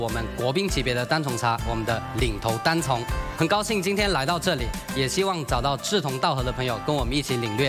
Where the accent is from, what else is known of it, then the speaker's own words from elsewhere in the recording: Raoping, Guangdong, China; ，毫不夸张地说，我的童年都是在茶园里面度过的